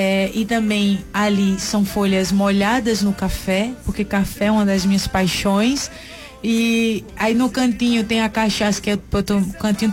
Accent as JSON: {"language": "Portuguese", "region": "Northeast Region", "country": "Brazil", "said": "Eu sou nordestina com muito orgulho, apaixonada pela música sertaneja."}